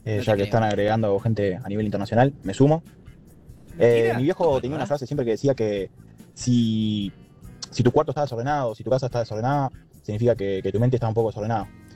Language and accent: Spanish; Uruguay; Bueno, yo soy uruguayo, un par de amigos argentinos y un par de amigos gringos